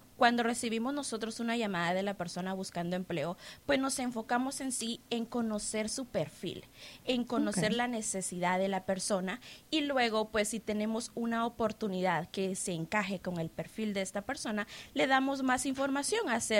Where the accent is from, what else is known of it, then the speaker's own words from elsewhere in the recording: Guatemala; now in North Carolina, United States; Soy originariamente, orgullosamente, de Guatemala